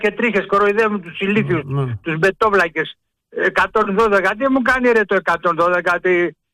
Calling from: Piraeus, Attica, Greece; από Πειραιά.

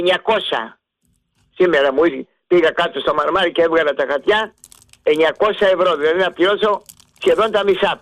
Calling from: Karystos, Central Greece, Greece; από την Κάριστο.

